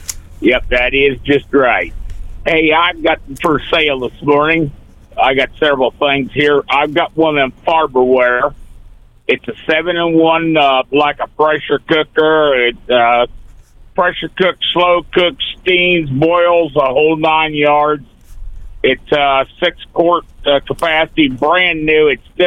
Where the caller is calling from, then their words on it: LaGrange, Missouri, United States; I'm calling from LaGrange this morning.